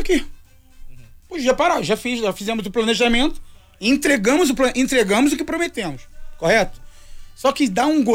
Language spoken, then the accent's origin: Portuguese; Rio de Janeiro, Brazil; moved away as an adult; now in Minas Gerais, Brazil; eu sou do Rio de Janeiro